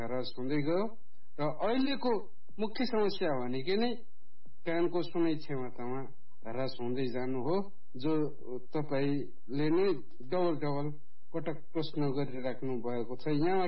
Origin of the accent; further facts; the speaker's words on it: Punarbas, Sudurpashchim Province, Nepal; also born or lived in Dhangadhi, Kailali; मेरो घर चाहिँ कञ्चनपुर पुनर्वास नगरपालिका, र मेरो जन्म चाहिँ विक्रम सम्वत 2056 सालमा भएको हो यही स्थानमा नै। हाल म स्नातक चौथो वर्षमा धनगढी कैलालीमा सुदूरपश्चिमाञ्चल एकाडेमी क्याम्पसमा